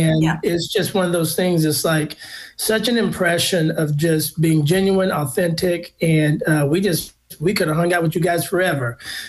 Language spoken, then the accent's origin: English; San Antonio, Texas, United States; moved away as an adult; now in Nashville, United States; And I'm originally from San Antonio, Texas.